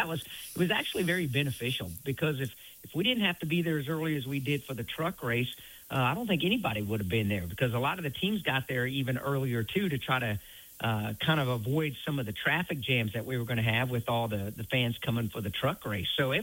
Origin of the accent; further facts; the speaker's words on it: Indiana, United States; moved away; also born or lived in North Carolina; I grew up in Indiana around the Indianapolis Motor Speedway